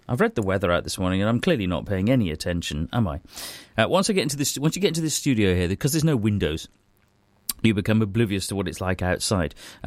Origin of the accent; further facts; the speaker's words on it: United Kingdom; We're British.